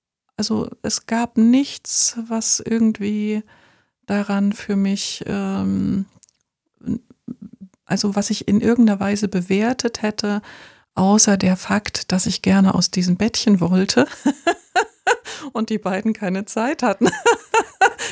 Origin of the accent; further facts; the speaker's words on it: Thuringia, Germany; also ich bin in Thüringen aufgewachsen, in so einem klitzekleinen Dorf auf einem Bauernhof.